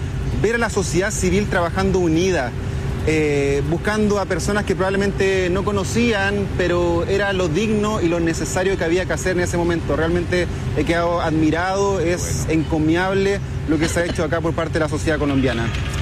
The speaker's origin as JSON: {"language": "Spanish", "country": "Chile"}